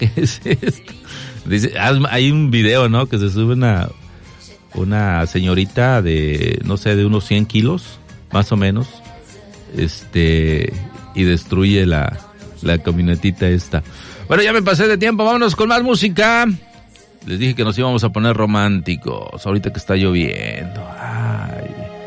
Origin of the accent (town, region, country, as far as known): Mexico